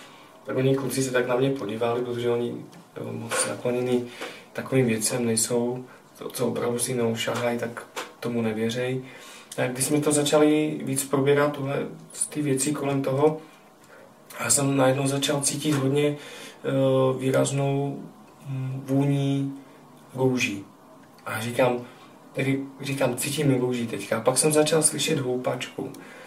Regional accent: Slovakia; born there; Czech is a second language; moved away; Snažím mluvit česky, ale jsem původem Slovák a napůl Bulhár.

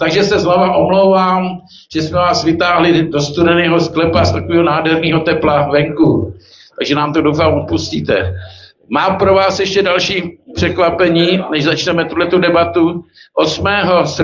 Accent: Hungary; já taky to používám maďarský jazyk, já jsem taky Maďar

